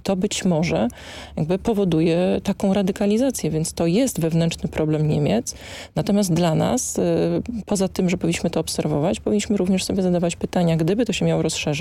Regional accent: West Pomeranian Voivodeship, Poland; Ja jestem z Pomorza Zachodniego, rozmawiam z mieszkańcami naszych regionów

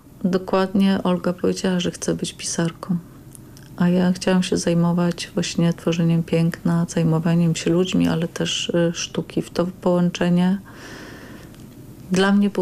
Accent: Nowa Ruda, Lower Silesian Voivodeship, Poland; born there; Urodziłam się w Nowej Rudzie w 1966 roku.

